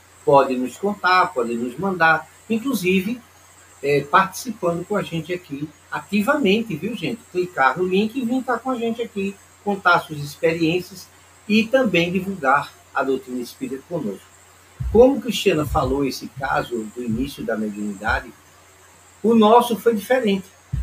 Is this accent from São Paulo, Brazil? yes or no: no; Alagoas, Brazil; now in Recife, Brazil; Eu saí de Alagoas e viemos morar em Recife.